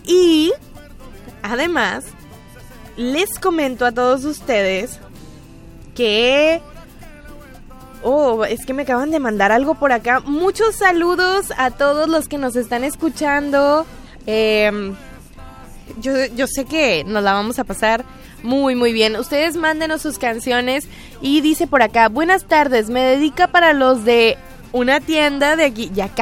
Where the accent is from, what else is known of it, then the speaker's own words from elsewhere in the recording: Mexico; Y yo creo que esto nos representa mucho como mexicanos.